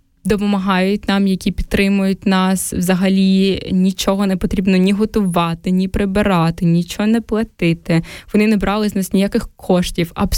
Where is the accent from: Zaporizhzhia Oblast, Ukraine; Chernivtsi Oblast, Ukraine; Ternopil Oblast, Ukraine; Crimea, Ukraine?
Zaporizhzhia Oblast, Ukraine; Zaporizhzhia; Я виросла в Запоріжжі, в прекрасному місці, я дуже люблю.